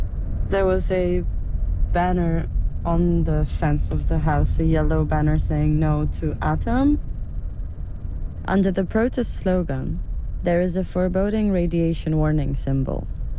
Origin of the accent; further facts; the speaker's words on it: Poland; English is a second language; a journalist born and raised in Poland